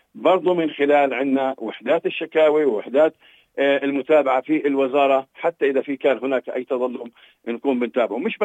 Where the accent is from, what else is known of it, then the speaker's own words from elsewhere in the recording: Palestine; احنا كفلسطينيين